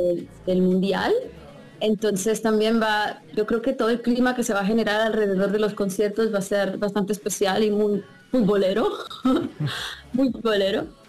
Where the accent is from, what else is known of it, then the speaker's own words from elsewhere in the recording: Barranquilla, Atlántico, Colombia; a mi Colombia, a mi tierra, a mi gente de Barranquilla.